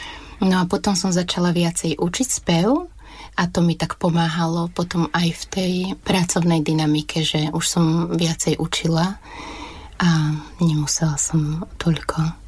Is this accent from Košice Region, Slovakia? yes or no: no; Banská Bystrica, Banská Bystrica Region, Slovakia; moved away as an adult; also born or lived in Bratislava / Prague; now in Banská Štiavnica, Slovakia; ja som hrdá Banskobystričanka. Pochádzam z Banskej Bystrice, momentálne bývam v Banskej Štiavnici. Ale myslím, že keď som mala tak 19-20 rokov, som odišla najskôr študovať do Bratislavy, vlastne etnológiu a kultúrnu antropológiu, potom do Záhrebu, do Prahy